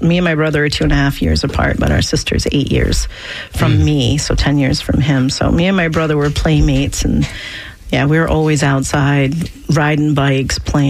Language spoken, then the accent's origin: English; Franklin, New Hampshire, United States; It's a beautiful place to grow up. Yeah. Uh-huh. It's I grew up in a small town, Franklin, New Hampshire